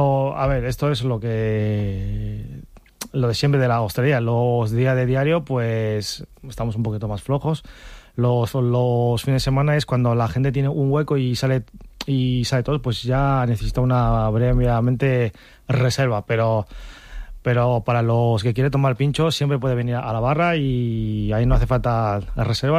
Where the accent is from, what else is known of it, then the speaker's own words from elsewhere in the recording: China; porque yo soy de China, con las técnicas y con los productos de Castilla y León